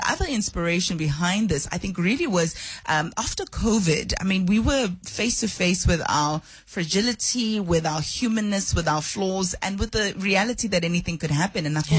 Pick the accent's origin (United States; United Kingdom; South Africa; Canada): South Africa; Soweto, Gauteng; Look, I grew up at Dobsonville in Soweto, and privilege allowed me to go to schools in your suburb areas like Perth, Allen's Neck.